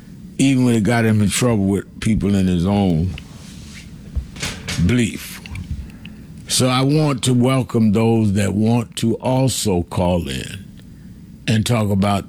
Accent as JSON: {"language": "English", "region": "New York", "country": "United States", "tie": "born or raised there", "said": "many of you know that I grew up in New York as part of the King Movement from when I was 12 years old."}